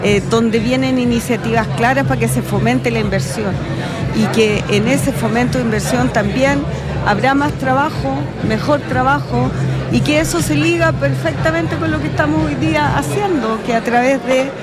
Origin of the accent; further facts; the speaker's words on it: Iquique, Tarapacá, Chile; Los que somos tarapaqueños, iquiqueños de corazón, queremos que las cosas estén aquí y ocurran acá.